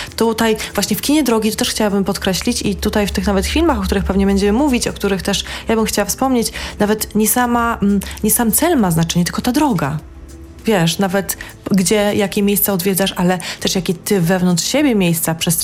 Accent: Gdańsk, Pomeranian Voivodeship, Poland; Ja jestem sama z Gdańska, wychowałam się w Gdańsku

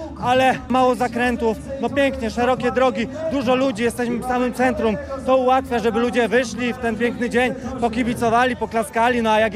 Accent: Kraków, Lesser Poland, Poland; jestem z Krakowa, reprezentuję klub Glu Running.

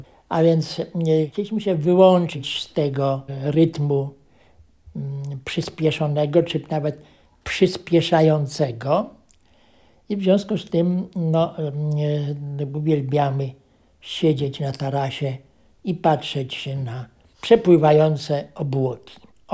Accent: Lipsko, Masovian Voivodeship, Poland; born there; Oczywiście nie urodziłem się w Chwałowicach, urodziłem się pod miejscowością Lipsko nad Wisłą.

